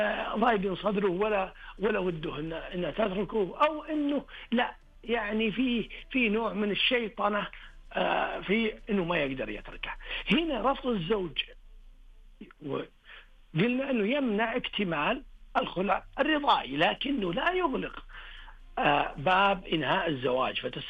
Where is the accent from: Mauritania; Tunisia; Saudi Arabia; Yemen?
Saudi Arabia; الآن احنا كعوائل الحمد لله عرب ومسلمين وسعوديين،